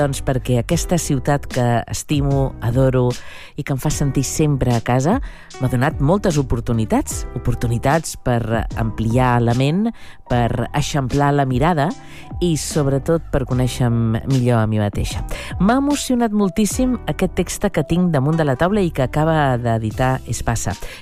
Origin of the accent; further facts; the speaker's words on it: Barcelona, Catalonia, Spain; I jo, que soc de Barcelona, estimo Madrid.